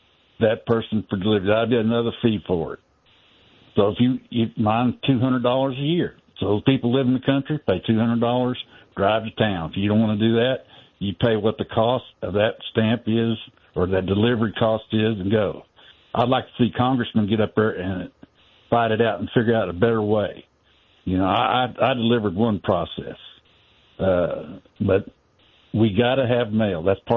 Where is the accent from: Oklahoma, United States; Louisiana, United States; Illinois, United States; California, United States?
Oklahoma, United States; People, and I come from Oklahoma, there's lots of miles out there.